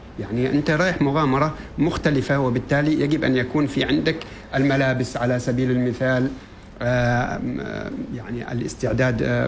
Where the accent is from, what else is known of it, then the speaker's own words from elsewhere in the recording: Oman; إحنا فريق عماني، عمانيون أصليون